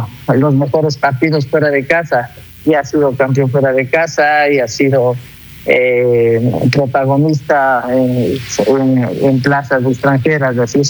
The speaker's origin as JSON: {"language": "Spanish", "country": "Ecuador"}